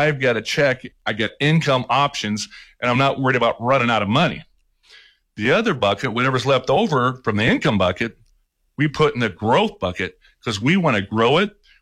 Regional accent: Midwest, United States; You know, growing up in the Midwest on a farm, doing chores, you know, it just kind of comes to you

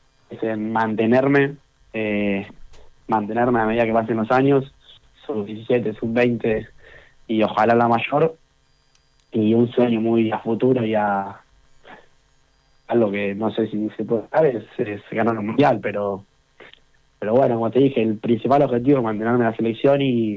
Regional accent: Argentina; es lo que le transmiten de chico en Argentina. Por lo general, para mí nos caracterizamos por ser un poco vivos, un poco pícaros adentro de la cancha

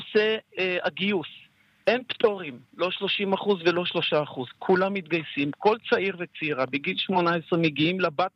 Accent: Beit She'an, Northern District, Israel; בית שאן זה הבית, זה תבנית נוף מולדתי, שם ביתי, כאן נולדתי, הייתי פה ראש עירייה, חבר מועצת עיר 23 שנים ו5 שנים ראש עיר

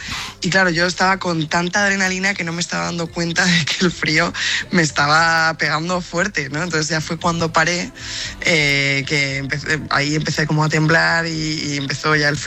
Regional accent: Spain; lo que ha significado Rafa para el deporte y sobre todo, pues si somos españoles, todavía con más orgullo.

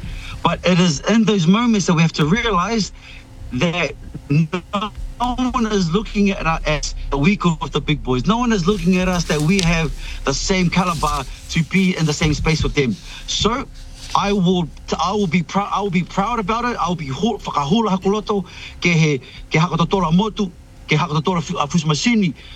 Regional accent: Niue; And so Malcolm and Hans and I, we're island boys from Niue in another country, so we have to represent that way.

